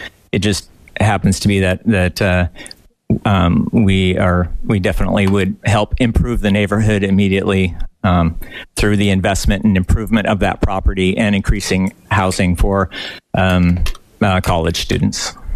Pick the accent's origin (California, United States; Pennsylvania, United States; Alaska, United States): Alaska, United States; Fairbanks; also born or lived in Nome, Alaska; I was born in Nome, Alaska, and I lived most of my life in Fairbanks, and we were reaching out to connect, because I grew up in rural Alaska